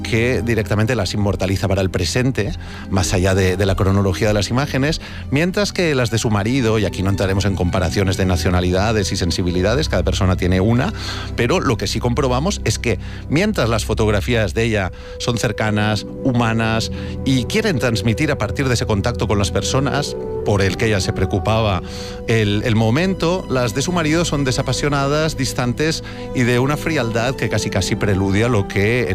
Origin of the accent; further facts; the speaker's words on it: Spain; Nosotros, como españoles, muchas veces miramos